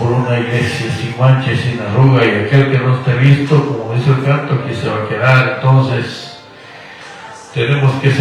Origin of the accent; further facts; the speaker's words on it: Guatemala; Así vamos a mandar un cordial saludo a mi tierra natal allá en Guatemala.